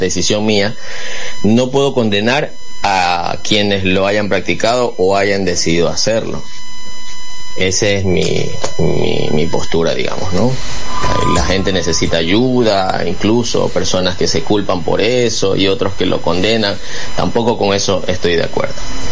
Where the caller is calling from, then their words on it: Guayaquil, Guayas, Ecuador; de Guayaquil, Ecuador.